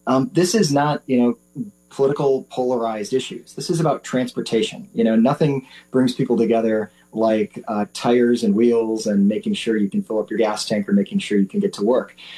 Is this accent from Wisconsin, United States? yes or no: yes; Racine, Wisconsin, United States; also born or lived in Russia; So I grew up right here in Racine. So I was actually born halfway across the world and adopted at the age of two from a Russian orphanage, and grew up in this all-American town known as Racine, Wisconsin.